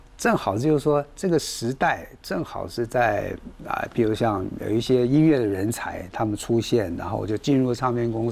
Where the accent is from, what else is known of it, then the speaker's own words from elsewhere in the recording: Taiwan; born there; 我是出生在台湾的这个外省第二代，我的父母他们都是从大陆过来